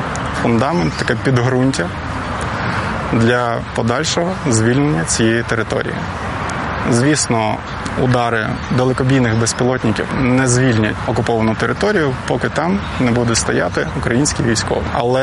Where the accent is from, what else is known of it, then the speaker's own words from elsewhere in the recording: Saky, Crimea, Ukraine; moved away as an adult; now in Kyiv, Ukraine; обрав, тому що я з Криму.